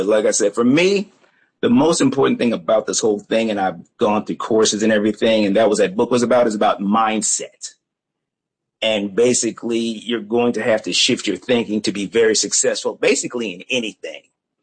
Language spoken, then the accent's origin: English; Iowa City, Iowa, United States; born there; I was born in Iowa City, Iowa.